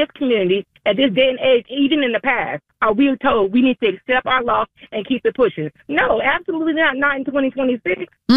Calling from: Texarkana, Arkansas, United States; I'm not even a resident of Texas, but I live in, I'm from Texarkana.

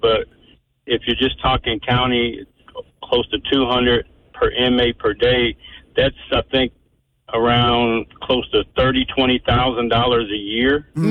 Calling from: Wisconsin, United States

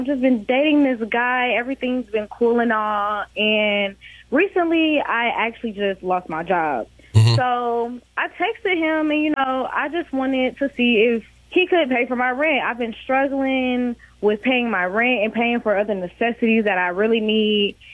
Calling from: Atlanta, Georgia, United States; Hey, this is … from Atlanta.

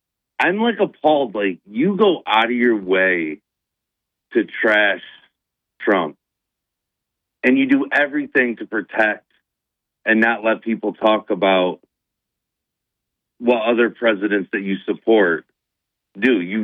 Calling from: Endwell, New York, United States; from Endwell.

